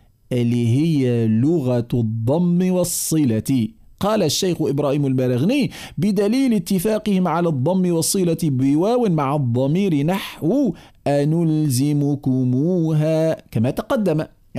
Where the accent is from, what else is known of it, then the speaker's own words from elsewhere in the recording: Tunisia; إذن لماذا قدم الإسكان عندنا في تونس؟